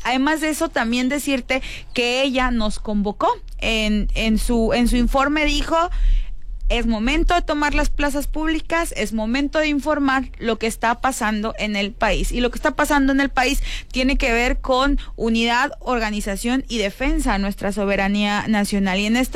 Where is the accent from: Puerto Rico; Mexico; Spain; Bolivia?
Mexico